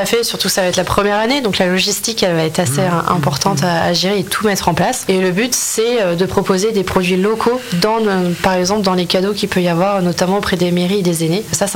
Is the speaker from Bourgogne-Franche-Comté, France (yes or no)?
yes; Bourgogne-Franche-Comté, France; j'ai grandi à la campagne, j'ai grandi à Châteauneuf-de-Bergis, notamment.